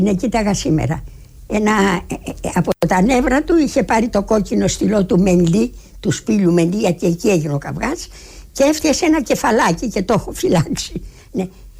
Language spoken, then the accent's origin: Greek; Greece; σαν Ελληνίδα